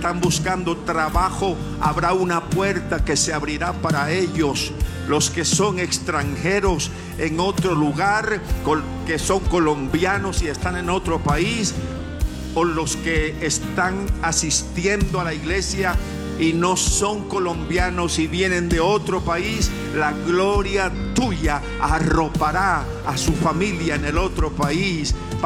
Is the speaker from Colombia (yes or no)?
yes; Colombia; somos colombianos y hay un mundial de fútbol, y allí está Colombia